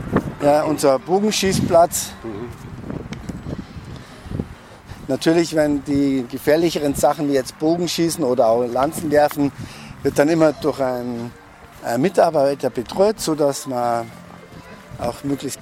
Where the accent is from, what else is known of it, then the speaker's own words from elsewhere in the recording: Tüßling, Bavaria, Germany; Ich komme aus Tüßling, das ist bei Altötting.